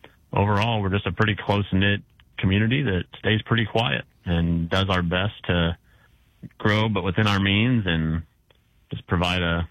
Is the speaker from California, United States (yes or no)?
no; Villa Grove, Illinois, United States; also born or lived in Urbana; Like I said, I grew up in Urbana until I was 7 years old, and then my mom, my sister, and I all moved here to Villa Grove.